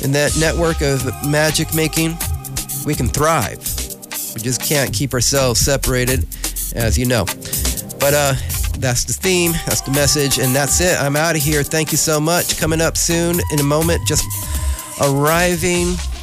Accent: Fairfield, California, United States; moved away; I suddenly moved back to town, my hometown.

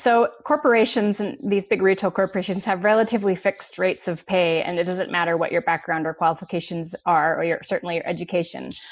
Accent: Utah, United States; moved away; also born or lived in New York City; I was living in New York City at the time. I moved back to my home state of Utah

